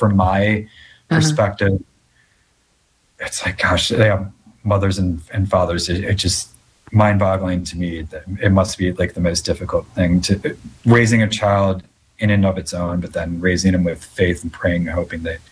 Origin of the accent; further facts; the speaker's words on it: Naperville, Illinois, United States; But then that was the only real Christian preschool in my hometown of Naperville, or at least walking distance, I guess.